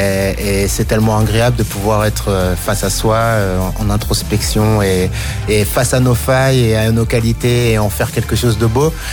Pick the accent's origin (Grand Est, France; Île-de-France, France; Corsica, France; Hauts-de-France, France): Hauts-de-France, France; Lille; also born or lived in Brussels; et faut savoir que nous on vient de Lille, donc on s'est vraiment forgé avec le regard vers la Belgique